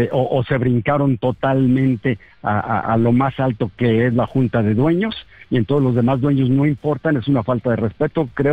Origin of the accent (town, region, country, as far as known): Mexico